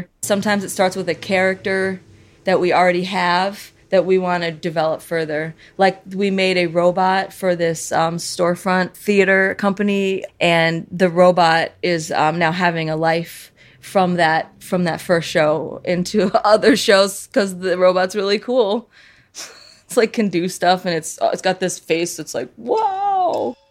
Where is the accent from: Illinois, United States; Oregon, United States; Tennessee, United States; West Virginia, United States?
Illinois, United States; Chicago; also born or lived in Colorado / upstate New York; I came here in sixth grade. I was about 10 from Colorado. And before that, I was in upstate New York, but I'm from Chicago. Since then, that's been my home, sixth grade. I live in West Logan Square. I love Chicago so much.